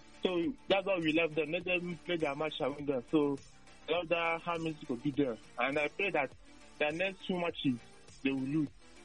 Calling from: Nigeria; I'm calling from Anyimba

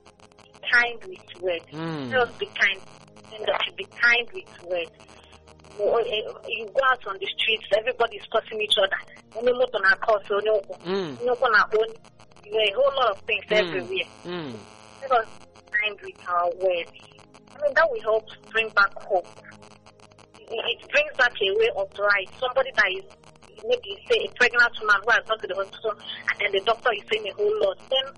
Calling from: Aba, Abia, Nigeria; I'm calling from Abba.

